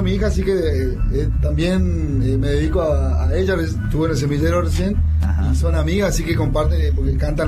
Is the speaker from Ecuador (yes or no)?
no; San Martín 2, Formosa, Argentina; born there; now in Formosa, Argentina; Soy nacido en San Martín 2, pero bueno, viví en muchos lugares y ahora estoy en Capital, en Formosa Capital.